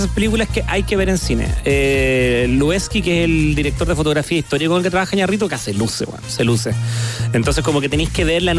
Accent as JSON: {"language": "Spanish", "country": "Chile", "said": "le pude decir a Tom que soy de Chile."}